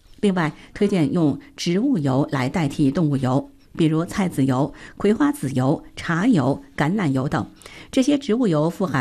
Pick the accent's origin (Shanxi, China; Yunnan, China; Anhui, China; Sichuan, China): Yunnan, China; 这些啊都是咱们云南人过节常吃的一个菜，